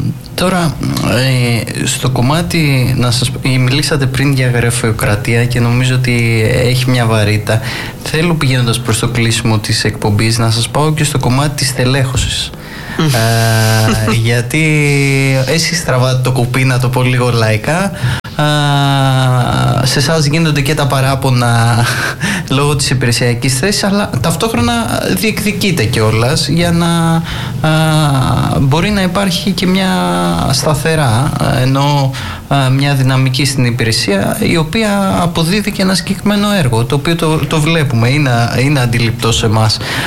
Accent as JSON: {"language": "Greek", "town": "Kryopigi", "region": "Epirus", "country": "Greece", "said": "εγώ έλεγα την καταγωγή μου από την Κρυοπηγή"}